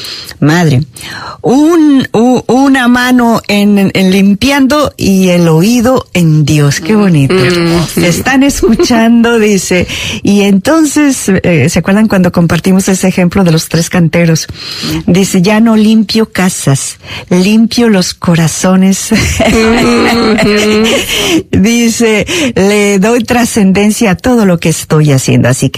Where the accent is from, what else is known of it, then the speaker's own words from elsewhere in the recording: Guatemala; sea en México, sea aquí, sea en Guatemala, en mi país de origen